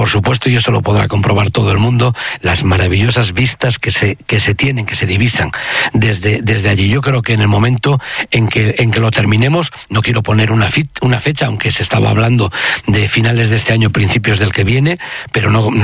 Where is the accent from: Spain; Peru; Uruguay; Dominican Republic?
Spain; El Bierzo, Castile and León; para mí, que soy del Bierzo